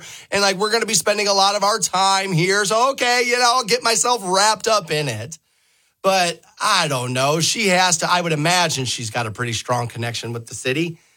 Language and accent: English; Ohio, United States; But I mean, I'm from Ohio, so I'm mostly a Browns fan now that I got divorced.